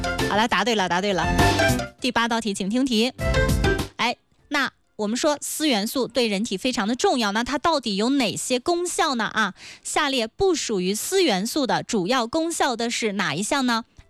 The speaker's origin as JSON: {"language": "Chinese", "region": "Qinghai", "country": "China", "said": "但是看咱们青海人选青对不对啊。"}